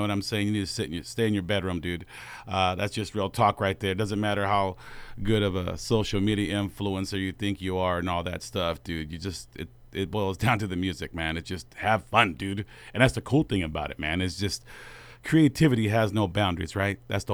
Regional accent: West Coast, United States; I'm from the West Coast, baby.

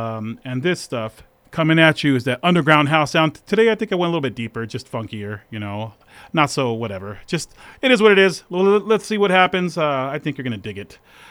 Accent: San Jose, California, United States; growing up in San Jose back in the day

